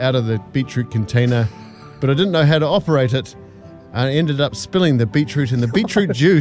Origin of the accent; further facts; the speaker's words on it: Oamaru, Otago, New Zealand; I'm from Oamaru